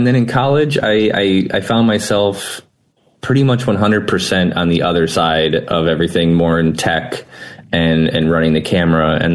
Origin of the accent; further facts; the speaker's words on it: Durand, Illinois, United States; I grew up in a small town called Durand, Illinois. It's just outside of Rockford, primarily a farm town. And it's just kind of out in the middle of nowhere